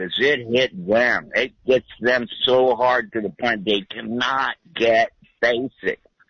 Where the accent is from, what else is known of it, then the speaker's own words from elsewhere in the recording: Pacifica, California, United States; also born or lived in San Francisco; Pacifica. Oh, that was a nice little place to grow up. We had everything as kids, you know, ocean golf course, mountains, and it was just still a lot of open space.